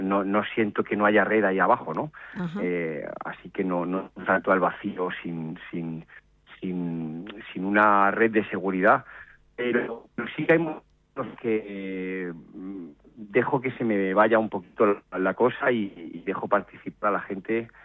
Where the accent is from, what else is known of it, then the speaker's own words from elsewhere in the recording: Mataró, Catalonia, Spain; yo soy de Mataró. Y mis padres son de Murcia